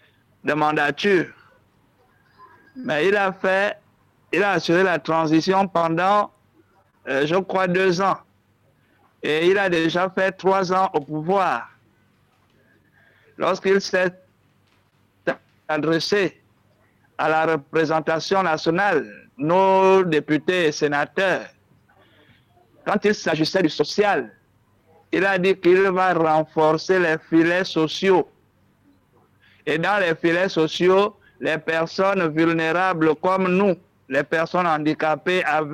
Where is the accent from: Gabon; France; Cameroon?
Gabon; Nous sommes des Gabonais. Nous voulons aussi survivre.